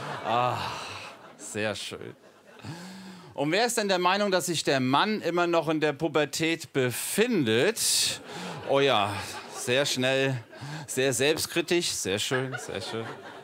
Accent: Mainz, Rhineland-Palatinate, Germany; Ich komme aus Mainz

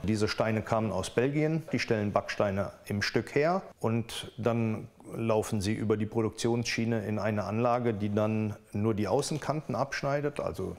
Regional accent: Koblenz, Rhineland-Palatinate, Germany; Ich komme gebürtig aus Koblenz

